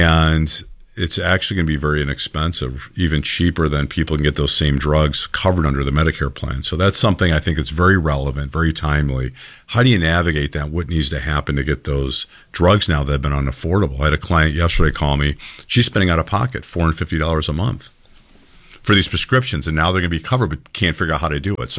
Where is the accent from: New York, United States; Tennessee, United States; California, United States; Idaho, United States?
New York, United States; Rochester; I'm from Rochester. There's like so many great people and things to do here.